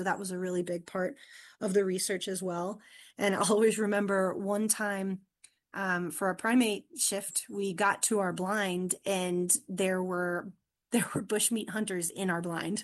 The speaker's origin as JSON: {"language": "English", "region": "Virginia", "country": "United States", "tie": "born or raised there", "said": "Well, you know, growing up in, I grew up in Virginia, and obviously we do not have primates there."}